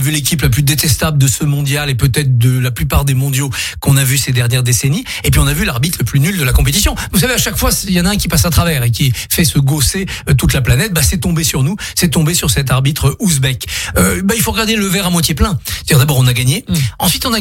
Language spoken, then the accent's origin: French; France